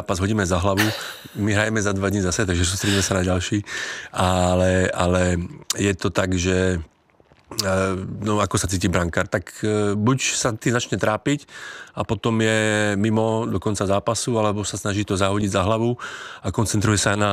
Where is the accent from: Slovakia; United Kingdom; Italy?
Slovakia; now in Czechia; To je pravda, jako faním samozřejmě i českému nároďáku, ale stále jsem Slovák, takže prvom radě slovenskému.